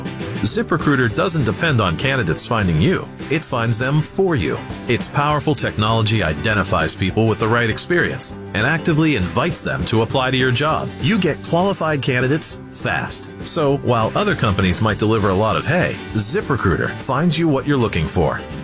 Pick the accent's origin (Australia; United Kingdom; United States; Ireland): United States; Providence, Rhode Island; Providence, Rhode Island.